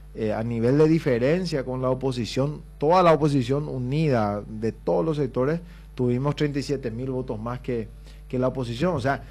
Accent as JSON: {"language": "Spanish", "country": "Paraguay", "said": "Más todavía nosotros que provenimos del Paraguay profundo, ¿verdad? Que somos del interior"}